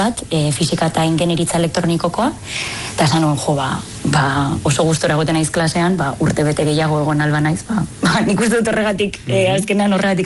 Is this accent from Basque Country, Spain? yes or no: yes; Bermeo, Basque Country, Spain; ni Bermiotarra naiz